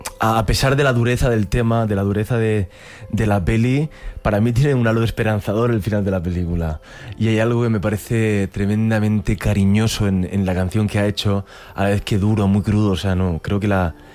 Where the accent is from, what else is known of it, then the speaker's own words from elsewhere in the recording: Region of Murcia, Spain; muchísima gente de mi tierra, que yo soy murciano